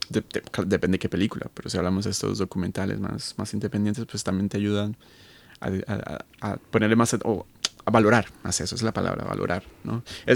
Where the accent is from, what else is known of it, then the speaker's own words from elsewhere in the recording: Colombia; now in Tübingen, Germany; soy colombiano